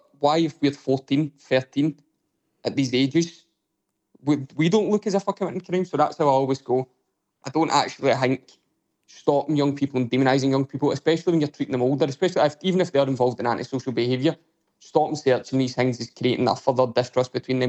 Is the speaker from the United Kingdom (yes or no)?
yes; Glasgow, Scotland, United Kingdom; I've been a young person in the communities myself growing up in East End of Glasgow